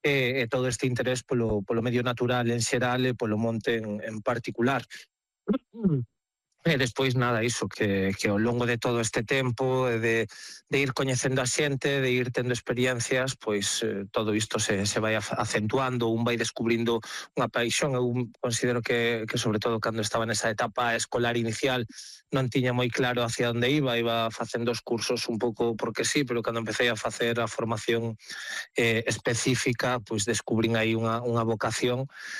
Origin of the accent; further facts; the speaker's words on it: Redondela, Galicia, Spain; born there; now in Lourizán, Spain; son de Lourizán, son nacido en Redondela, pero vivo en Lourizán, son fillo de mariscador e iso vinculoume quizáis ao mar